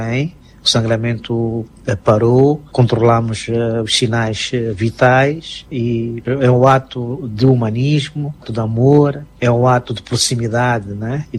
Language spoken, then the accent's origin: Portuguese; Mozambique; conseguimos doar as nossas mãos e salvar uma vida, e isto nos orgulha como moçambicanos.